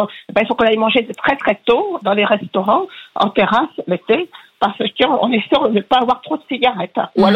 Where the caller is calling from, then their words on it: Pays de la Loire, France; de Hanchet, dans le Maine-et-Loire.